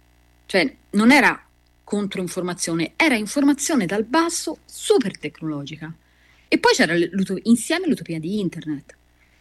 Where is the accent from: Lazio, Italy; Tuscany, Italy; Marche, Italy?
Tuscany, Italy; Prato; Io sono di Prato